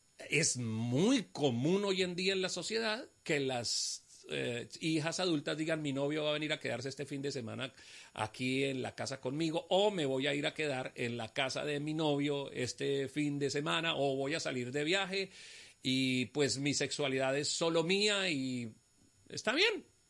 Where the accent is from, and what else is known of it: Colombia